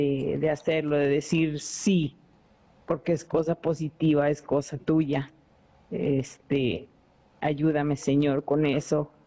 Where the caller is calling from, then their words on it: Guadalajara, Jalisco, Mexico; de Guadalajara.